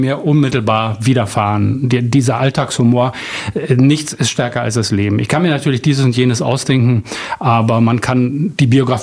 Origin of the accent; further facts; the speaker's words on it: Berlin, Germany; born there; Ich komme aus Berlin Südwest, um es zu konkretisieren. Ich bin geboren in Berlin Steglitz, Ortsteil Lichterfelde West